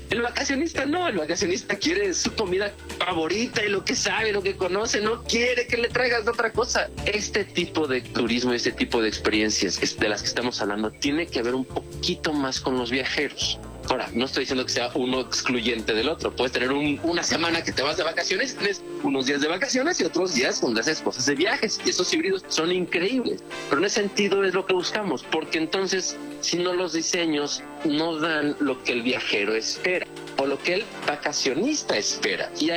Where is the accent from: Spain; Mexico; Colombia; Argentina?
Mexico; Mexico City; moved away as an adult; now in Valle de Bravo, Mexico